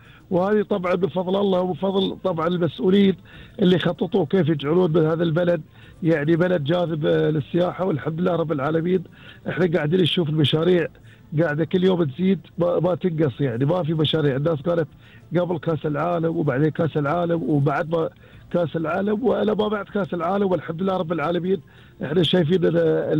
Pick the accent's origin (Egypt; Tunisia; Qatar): Qatar; إحنا كقطريين